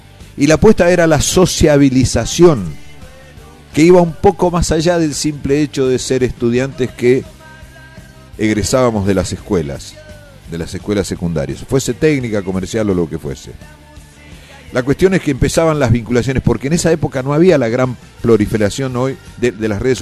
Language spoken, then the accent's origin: Spanish; San Rafael, Mendoza, Argentina; now in Buenos Aires, Argentina; San Rafael Mendoza. Es mi pueblo natal